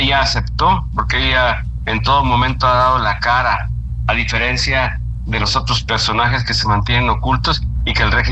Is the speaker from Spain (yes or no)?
no; Chihuahua, Mexico; Eso somos los chihuahuenses